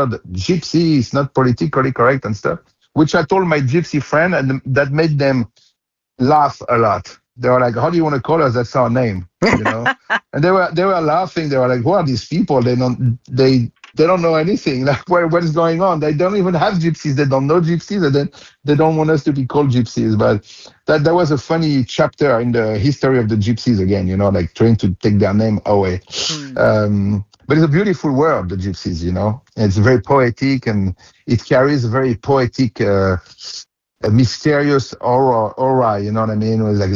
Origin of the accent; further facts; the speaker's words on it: Fontainebleau, Île-de-France, France; English is a second language; moved away; I'm from Fontainebleau. So for me, it's my roots. And I grew up among the gypsies